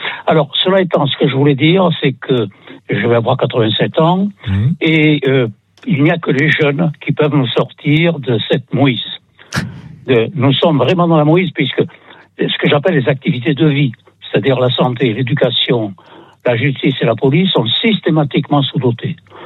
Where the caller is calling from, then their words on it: Occitanie, France; j'habite en Lozère, mais j'habite de plus en plus à Ballard-Rue-Clemens parce que je suis malvoyant, je ne peux plus conduire.